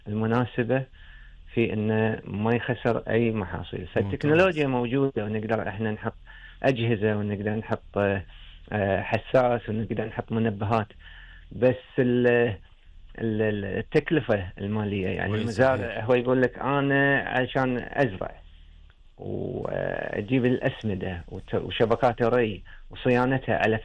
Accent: Kuwait

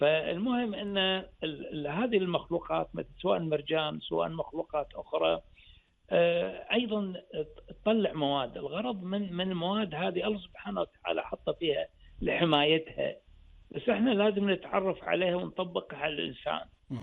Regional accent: Kuwait; عندنا بالكويت

